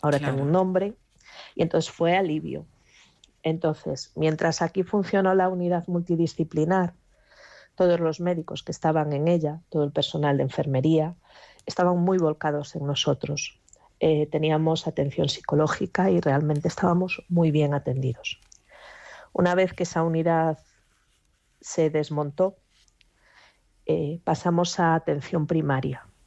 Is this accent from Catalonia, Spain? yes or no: no; Galicia, Spain; En Galicia, de donde yo soy